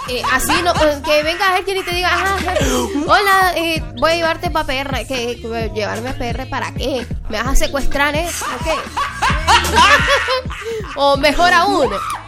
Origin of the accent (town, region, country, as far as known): Honduras